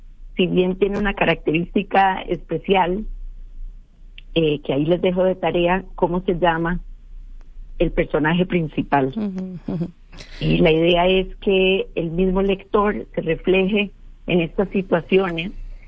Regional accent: Costa Rica; moved away as an adult; also born or lived in Washington D.C. / New York / Miami; now in Mexico; Bueno, nací en Costa Rica, de orígenes polacos austriacos. Viví después de hasta los 23 años en Costa Rica, después me fui a estudiar a Washington D.C. y hice consultoría política en Nueva York, después en Miami por un tiempo

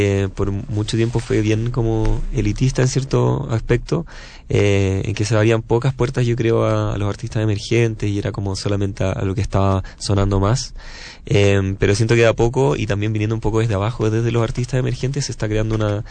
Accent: Chile; moved away as an adult; yo tengo 28 años, soy un artista chileno.

